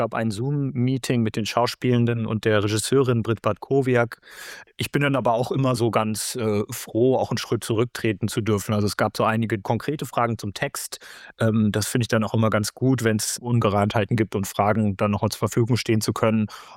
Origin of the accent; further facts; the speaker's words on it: Erfurt, Thuringia, Germany; also born or lived in Munich; Ich bin zeitweise in Erfurt aufgewachsen, dann wieder in München, habe später dann wieder in Leipzig studiert, also war immer zwischen beiden Kontexten.